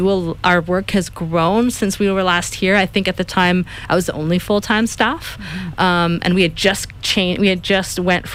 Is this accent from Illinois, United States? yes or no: no; Kauai, Hawaii, United States; So a lot of people, at least for myself, when I grew up on Kauai, we think of Wanini, we think of the beach park.